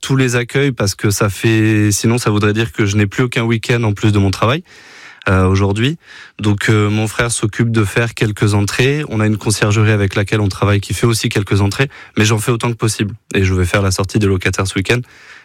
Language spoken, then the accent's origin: French; Poitiers, Nouvelle-Aquitaine, France; Oui, je suis né à Poitiers, j'ai fait mon collège et mon lycée à Poitiers, et ma femme est poitevine, mon frère est poitevin, toute ma famille est poitevine.